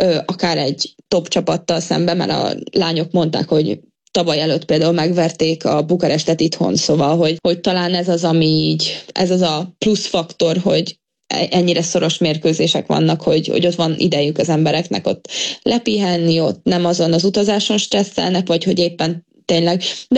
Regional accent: Szombathely, Vas, Hungary; moved away; Hát egyértelműen a komfortból jöttem, szóval az, hogy nekem Szombathely a szülővárosom, én ott mindent mindig tudtam, hogy hogy volt, hova megyek

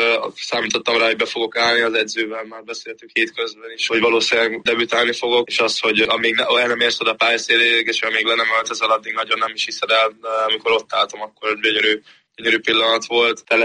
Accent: Hungary; Természetesen nagyon fontos a hazám. Szeretem Magyarországot, ott nevelkedtem, úgyhogy minden száll oda fűz.

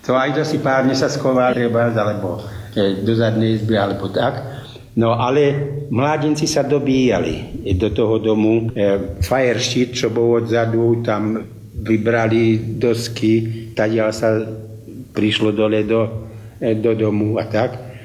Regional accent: Vyšný Sliač, Žilina Region, Slovakia; Ja som z Vyšného Sliača

